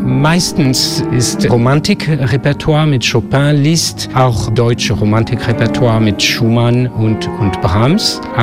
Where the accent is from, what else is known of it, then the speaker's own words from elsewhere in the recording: Nice, Provence-Alpes-Côte d'Azur, France; German is a second language; Ich wurde in Nizza geboren und ich habe in Nizza Konservatorium studiert